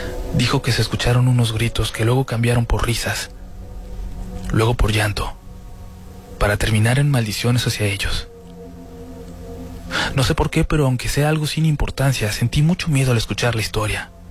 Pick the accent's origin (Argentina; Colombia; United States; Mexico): Mexico; Piedras Negras, Coahuila; Soy de Piedras Negras, Coahuila, y tengo 22 años.